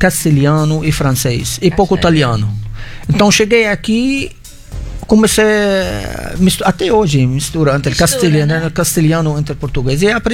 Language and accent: Portuguese; Byblos, Keserwan-Jbeil, Lebanon; Portuguese is a second language; moved away as an adult; now in Mossoró, Brazil; nós somos de Biblos. Biblos é o berço dos fenícios. Então, está no sangue.